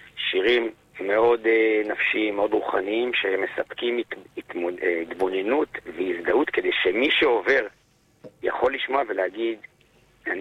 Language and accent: Hebrew; Jerusalem, Jerusalem District, Israel; moved away as an adult; אני ברחתי מירושלים, כי ירושלים הייתה שם עד גיל 23